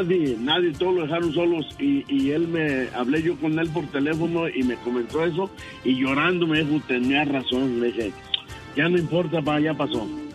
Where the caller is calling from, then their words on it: Idaho, United States; Pero es que dijo de Utah, yo no soy de Utah, soy de Idaho.